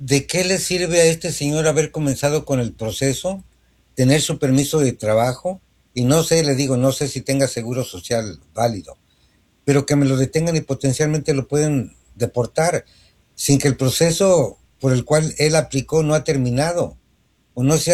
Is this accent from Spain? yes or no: no; Venezuela; ¿Usted recomienda eso, abogado, ahorita, si yo tengo permiso de trabajo y soy venezolano?